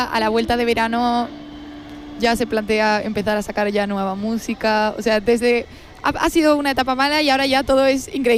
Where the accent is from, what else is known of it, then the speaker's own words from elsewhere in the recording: Valencian Community, Spain; now in Madrid, Spain; yo soy de Valencia y me fui a vivir a Madrid